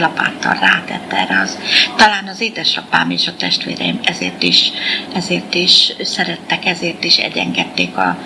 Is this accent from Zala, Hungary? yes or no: yes; Zala, Hungary; now in Budapest, Hungary; Egy zalai kisfaluban, Zalabérbagykon éltem, de Zala-Szentgyörgyön születtem. Most már Szentgyörgyvölgy, az Őrségben található ez a kisfalu.